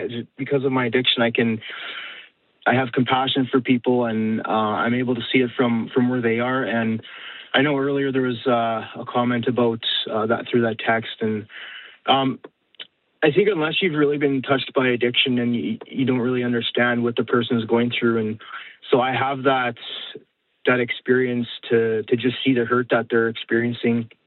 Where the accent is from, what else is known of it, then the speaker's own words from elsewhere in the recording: Winkler, Manitoba, Canada; I'm from Winkler